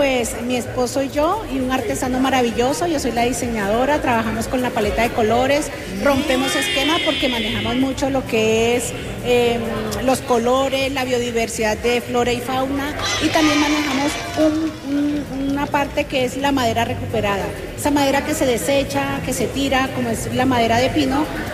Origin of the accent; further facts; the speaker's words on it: Sincelejo, Sucre, Colombia; born there; Yo nací en Sincelejo, Sucre, pero soy cundiboyacense de corazón.